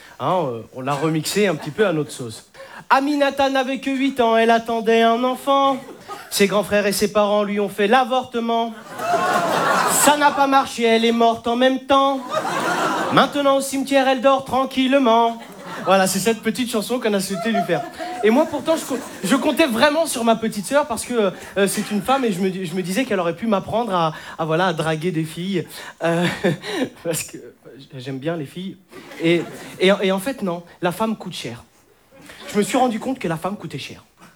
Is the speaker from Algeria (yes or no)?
yes; Algeria; mais quelque part je suis... Je suis algérien.